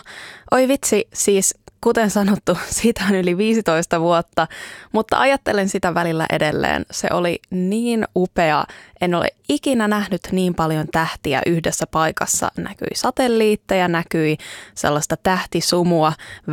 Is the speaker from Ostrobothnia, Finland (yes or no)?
no; Uusimaa, Finland; moved away; Mä olen itse myös kotoisin tuolta pääkaupunkiseudulta Suomesta.